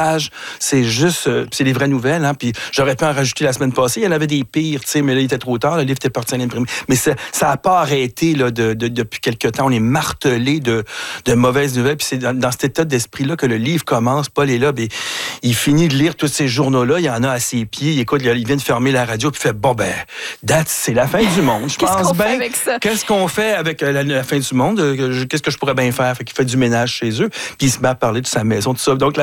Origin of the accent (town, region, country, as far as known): Montreal, Quebec, Canada; born or raised there